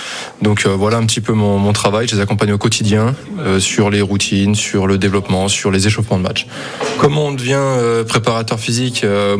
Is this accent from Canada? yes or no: no; Lyon, Auvergne-Rhône-Alpes, France; Au début, moi j'ai tout fait à Lyon, j'ai commencé à bosser à Lyon, je suis lyonnais de base.